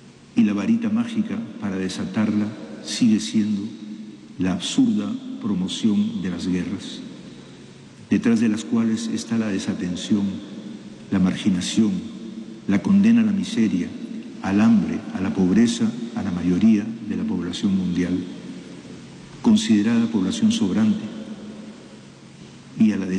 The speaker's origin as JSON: {"language": "Spanish", "country": "Peru"}